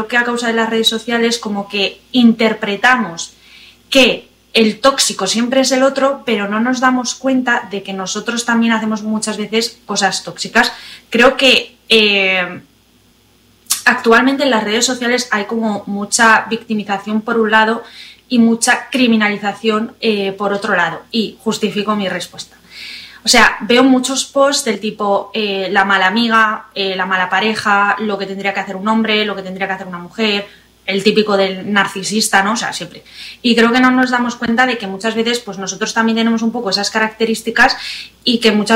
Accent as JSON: {"language": "Spanish", "country": "Spain", "moved": "as an adult", "lives_now": "United States", "said": "yo soy española, pero vivimos cerca de sus padres, en el pueblo donde él se crió, en un sitio que a mí ya sabéis que no me gusta"}